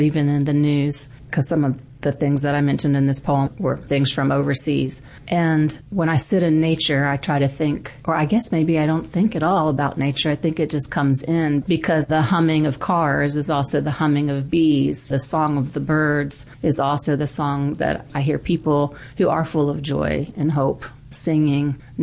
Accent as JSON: {"language": "English", "region": "Florida", "country": "United States", "said": "I'm originally from Florida, so there's a lot of ocean."}